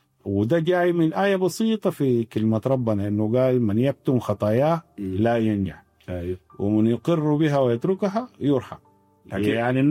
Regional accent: Sudan; إحنا كسودانيين

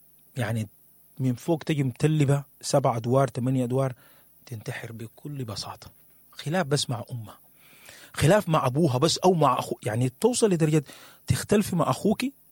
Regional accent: Sudan; الزمن اللي احنا فيه بقى صعب علينا كسودانيين

